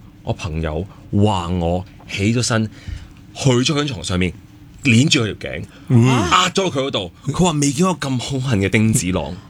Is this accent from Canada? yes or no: yes; Canada; moved away; 我细个喺加拿大长大咧